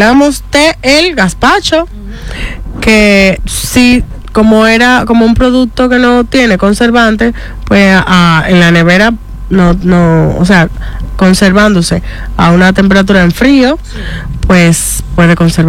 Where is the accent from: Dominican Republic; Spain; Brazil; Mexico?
Dominican Republic